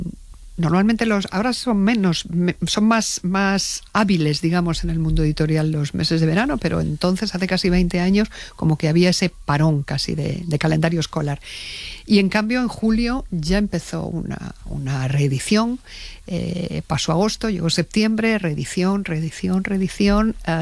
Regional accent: Spain; Nosotros, que somos los españoles muy malos aprendices de inglés

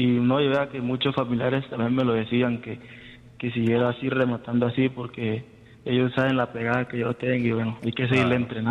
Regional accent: Apartadó, Antioquia, Colombia; Yo soy de Apartado, Antioquia.

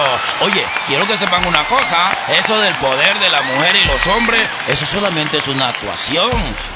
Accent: Panama; En 1994 hizo una fundación que se llama Niños Pobres Sin Frontera, la cual está basada en mi país, Panamá.

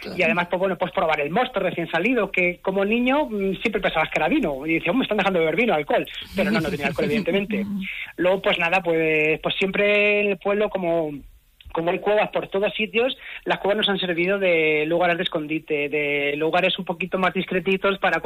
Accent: Gárgoles, Castilla-La Mancha, Spain; yo pasé toda mi infancia y mi adolescencia en Gárgoles.

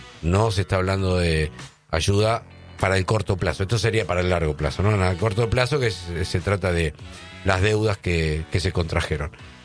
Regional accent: Temperley, Buenos Aires Province, Argentina; also born or lived in Lanús; Sí, yo nací en Lanús, pero desde muy chiquito me fui a vivir a Temperley y viví casi toda mi vida en Temperley, así que no frecuenté tanto la zona de Lanús, tanto.

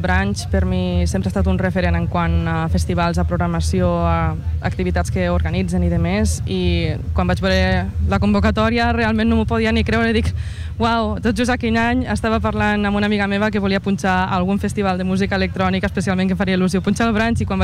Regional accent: L'Ametlla de Mar, Catalonia, Spain; moved away as an adult; now in Barcelona area, Spain; Jo sóc de la Mella de Mar.

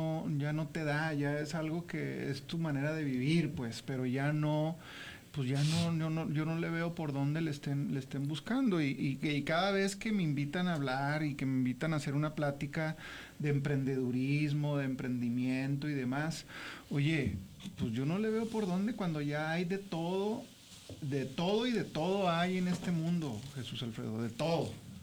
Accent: Mexico; Estamos mal nosotros, ¿no? Como mexicanos.

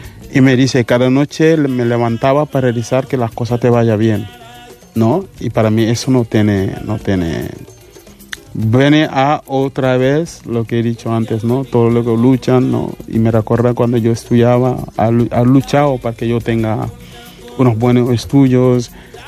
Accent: Senegal

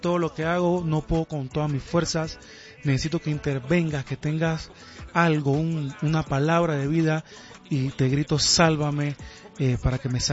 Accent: Panama; la neverita le decimos en mi país también.

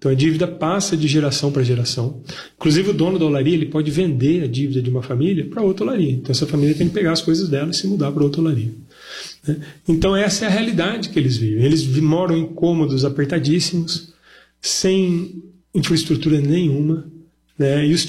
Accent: Brazil; Eu, como um bom brasileiro, um bom apreciador de café, né

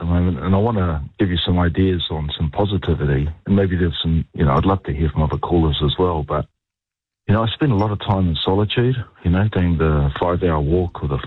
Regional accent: Wainuiomata, Wellington, New Zealand; I remember I grew up in Wainuiuti, and there used to be a department store called the James Smith.

